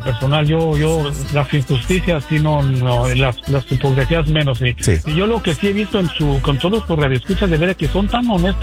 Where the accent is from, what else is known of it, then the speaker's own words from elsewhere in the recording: Mexico; Porque yo soy mexicano.